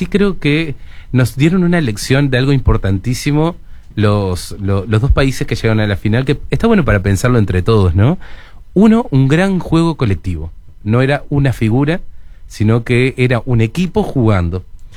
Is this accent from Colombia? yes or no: no; Uruguay